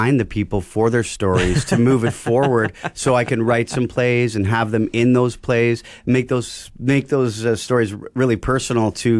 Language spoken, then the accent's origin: English; Carman, Manitoba, Canada; I grew up in Carmen, Manitoba.